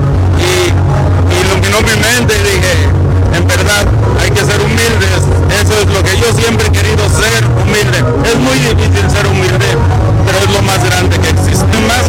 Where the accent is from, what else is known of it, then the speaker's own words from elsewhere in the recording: San Ciro de Acosta, San Luis Potosí, Mexico; para fortalecer a nuestros bomberos voluntarios de San Ciro de Acosta